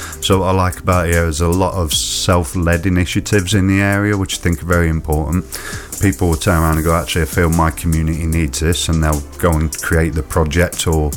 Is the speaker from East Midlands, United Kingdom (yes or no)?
yes; Leicester, East Midlands, United Kingdom; moved away as an adult; now in Stoke-on-Trent, United Kingdom; I've left Leicester, my hometown, to come back over to the Potteries.